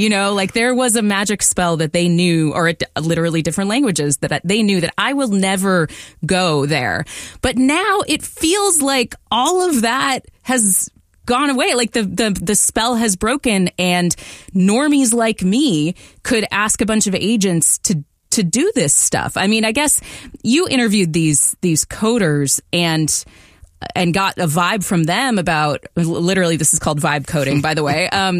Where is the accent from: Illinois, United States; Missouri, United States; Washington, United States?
Washington, United States; Redmond; I grew up around computer programmers because I grew up in Redmond, Washington, and in the shadow of Microsoft, literally, like right next to Microsoft.